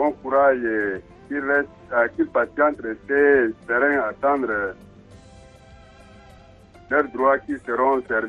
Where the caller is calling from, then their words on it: Chad; De Pikonville, par Farja.